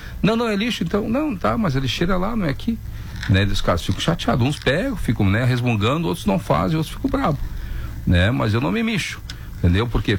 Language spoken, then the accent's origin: Portuguese; Cidreira, Rio Grande do Sul, Brazil; me criei em Cidreira